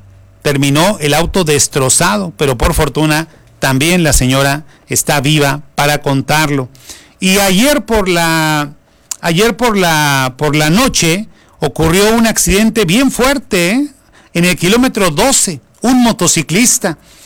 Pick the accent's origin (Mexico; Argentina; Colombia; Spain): Mexico